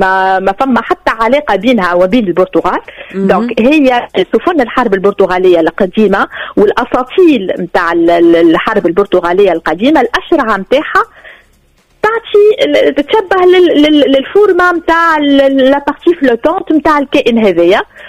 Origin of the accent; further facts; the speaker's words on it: Tunisia; accent: Tunisian; بلهجتنا التونسية